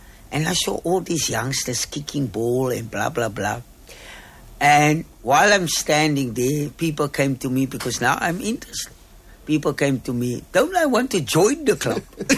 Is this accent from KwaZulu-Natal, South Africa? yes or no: no; Atlantis, Western Cape, South Africa; Okay, firstly, I grew up in Atlantis.